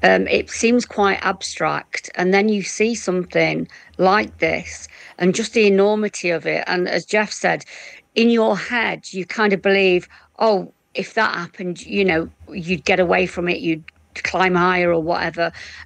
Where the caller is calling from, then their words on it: Bestwood Village, East Midlands, United Kingdom; I'm in Nottinghamshire. I'm in the village where I live, which is Bestwood Village, an ex-mining community.